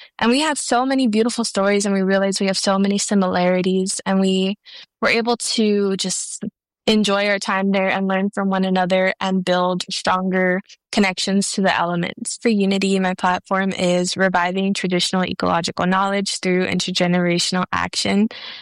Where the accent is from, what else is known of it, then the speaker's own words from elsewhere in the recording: Tucson, Arizona, United States; I come from the Pasco Yaqui tribe, barrio libre and new pasqua communities in Tucson, Arizona.